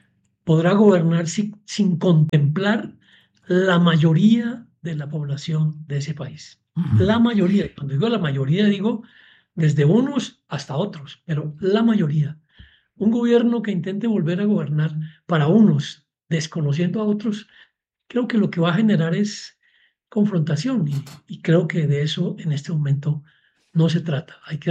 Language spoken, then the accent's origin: Spanish; Colombia; now in Ecuador; yo hablo también por mi país de origen, Colombia